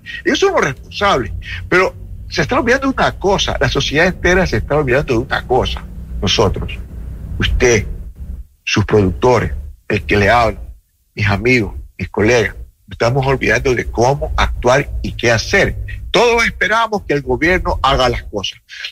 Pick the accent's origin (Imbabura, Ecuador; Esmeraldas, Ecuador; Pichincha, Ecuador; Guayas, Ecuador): Guayas, Ecuador; Guayaquil; yo soy de Guayaquil, vivo en Guayaquil, y en 1970 yo vivía en La Chala